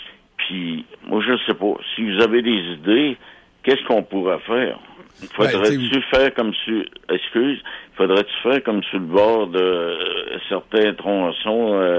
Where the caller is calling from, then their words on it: Lévis, Quebec, Canada; Moi, j'habite à Lévis.